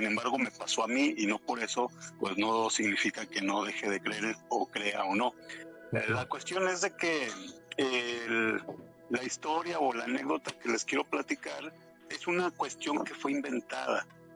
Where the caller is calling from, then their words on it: Aguascalientes, Mexico; La ciudad de Aguascalientes, Aguascalientes.